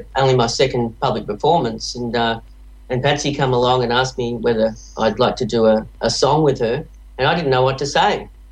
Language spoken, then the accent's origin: English; Williamstown, Victoria, Australia; I was born and bred in Williamstown